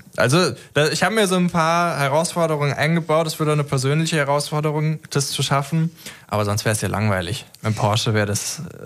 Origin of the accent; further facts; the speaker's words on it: Idstein, Hesse, Germany; ich komme aus Idstein. Rheingau ist, wie gesagt, das Internat. Ne? Ich bin gebürtig und geboren und mit Seele Idsteiner.